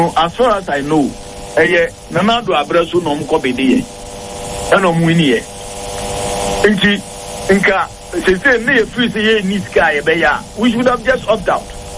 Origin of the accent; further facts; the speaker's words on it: Nigeria; I'm a Nigerian journalist